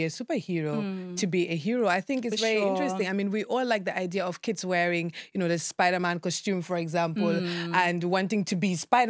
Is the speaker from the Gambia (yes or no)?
yes; Gambia; But you know, honestly, I'm from the River Gambia, and I can tell you this.